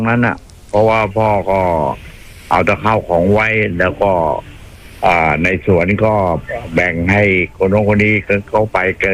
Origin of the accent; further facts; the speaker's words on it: Sing Buri, Thailand; เป็นคนสิงห์บุรี